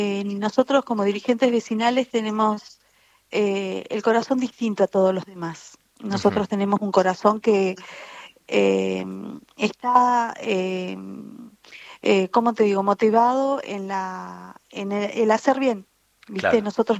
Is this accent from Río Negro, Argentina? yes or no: yes; Bariloche, Río Negro, Argentina; y bueno, yo como Bariloche, soy de Bariloche, de la provincia de Río Negro también